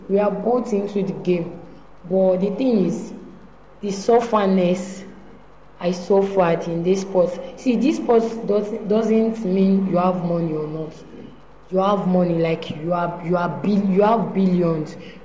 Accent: Ajegunle, Lagos, Nigeria; I am also from Barriga.

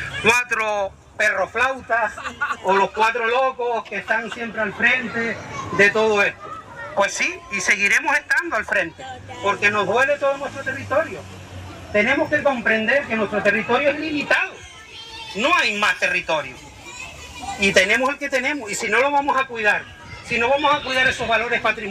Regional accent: Santa Cruz de Tenerife, Canary Islands, Spain; Porque yo soy de Santa Cruz, vivo en Güímar, ¿y qué hago yo en Chimiche?

